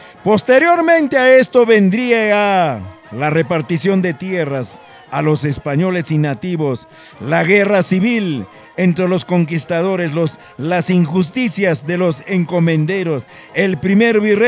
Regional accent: Recuay province, Ancash, Peru; a mi tierra o a toda la provincia de Recuay.

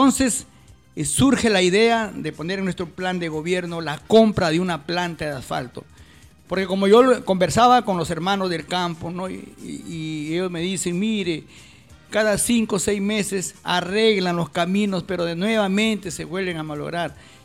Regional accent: Olmos, Lambayeque, Peru; mi pueblo de Olmos

